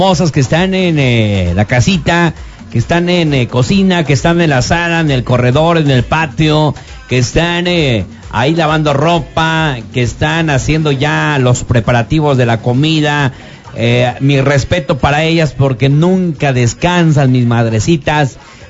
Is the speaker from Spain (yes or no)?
no; Mexico; nosotros los mexicanos